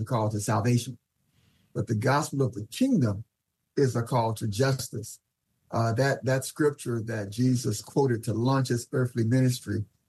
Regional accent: Florida, United States; I'm from the South, and Florida, believe it or not, at one time, Florida had more of an egregious lynching reputation than Mississippi.

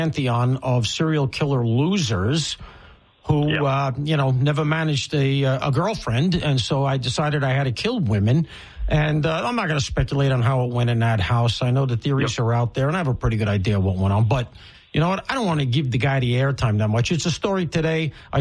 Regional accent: Brooklyn, New York, United States; born or raised there

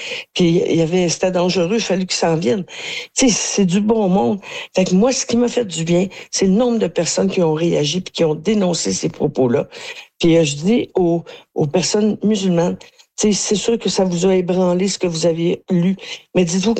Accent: Quebec, Canada; moi, je suis fière de la Mauricie, je suis un peu chauvine, et je suis fière qu'on se retrouve au national

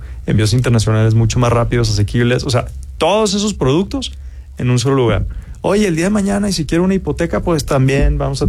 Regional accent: Mexico; como mexicano, me da mucho orgullo

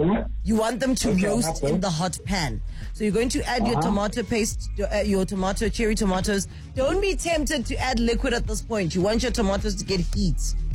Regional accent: Soweto, Gauteng, South Africa; I'm from Naledi

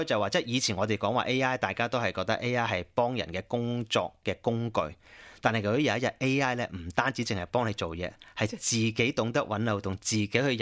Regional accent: Australia; 咁啊沙特受到攻擊其實同我哋澳洲人有咩關係咧？

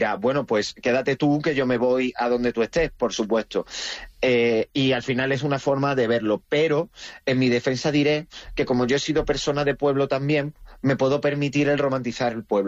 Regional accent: Rincón de la Victoria, Andalusia, Spain; no solo cuando me bajo a mi pueblo, Rincón de la Victoria, Málaga, el mejor pueblo del mundo

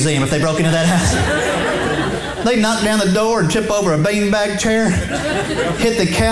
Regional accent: Lexington, Kentucky, United States; also born or lived in Ohio; now in Tennessee, United States; I grew up just outside of Lexington, and then I moved to Ohio for a while, and then I broke a tooth and bought a truck and had to move all the way down to Tennessee.

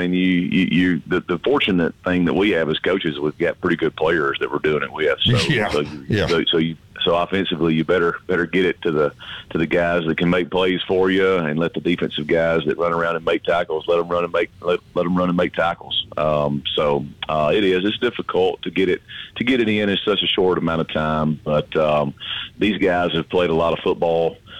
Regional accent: Amory, Mississippi, United States; I'm from Amory, and my wife's from Amory, and we're kind of North Mississippi people

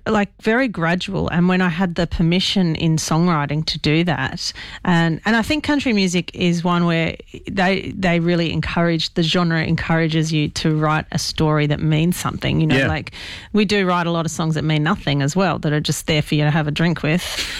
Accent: Mascot, New South Wales, Australia; I am a girl from Mascot, and everyone knows Mascot because that's where the airport is.

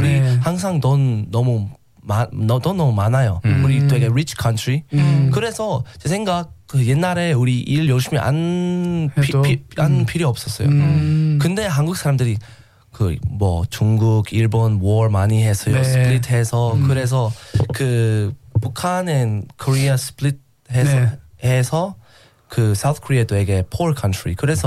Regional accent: Australia; Korean is a second language; 저는 한국에서 계속 일 안 하고 싶었어요. 왜냐면 제가 호주 사람.

